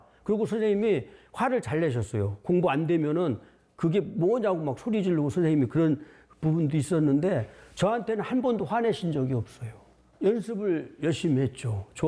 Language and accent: Korean; Seosan, South Chungcheong, South Korea; 제가 고향이 서산이거든요. 충남 서산인데